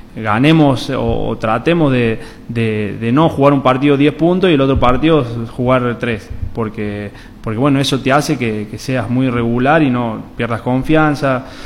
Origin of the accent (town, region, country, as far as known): Córdoba, Argentina; now in Santiago del Estero, Argentina